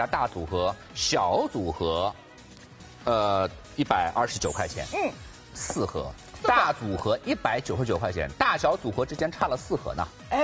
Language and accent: Chinese; Shanghai, China